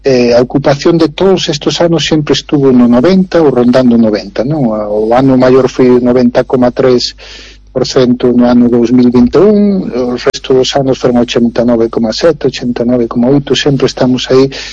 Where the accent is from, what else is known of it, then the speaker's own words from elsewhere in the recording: Galicia, Spain; a miña trayectoria profesional espero que acabe aquí na miña terra, non? Tiña ganas de volver para a miña terra